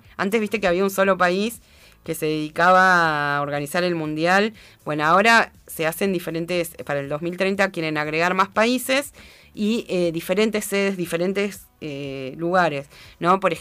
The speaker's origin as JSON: {"language": "Spanish", "country": "Argentina", "said": "Los culpables somos nosotros, los argentinos."}